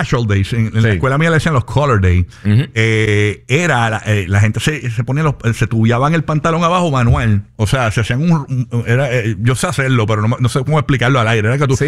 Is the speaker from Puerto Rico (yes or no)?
yes; Cabo Rojo, Puerto Rico; Mira, joder, sí, soy de aquí, soy de Cabo Rojo